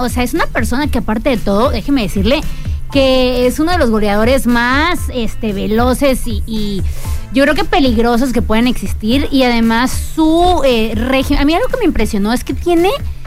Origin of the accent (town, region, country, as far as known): Mexico